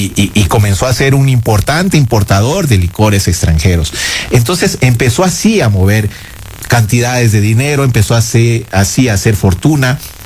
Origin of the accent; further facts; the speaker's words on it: Guayaquil, Guayas, Ecuador; la historia de Javier Jordán, yo que vengo de Guayaquil un poco la manejo, la conozco